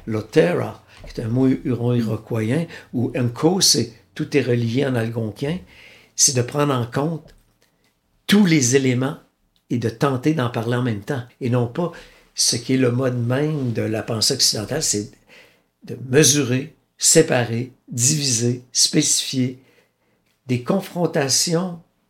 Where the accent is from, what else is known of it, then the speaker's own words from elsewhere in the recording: Wendake, Quebec, Canada; chez nous, à Wendake